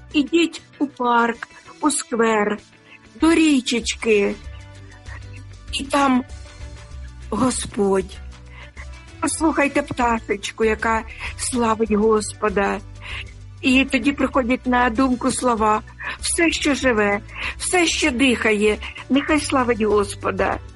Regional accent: Sumy, Sumy Oblast, Ukraine; Він захищає моє рідне місто Суми.

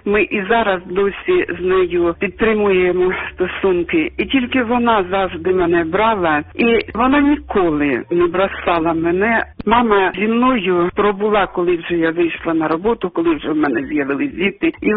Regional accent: Vasyshcheve, Kharkiv Oblast, Ukraine; Я народилась в селі під Харковом, в Васищевах. Ми жили в селі.

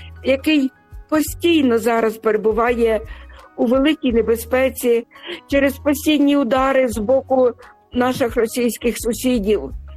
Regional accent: Sumy, Sumy Oblast, Ukraine; moved away; Я пишаюсь своїм рідним містом, я в ньому народилась. Там народились мої діти, мої онуки, мої правнуки. Там я хрещена.

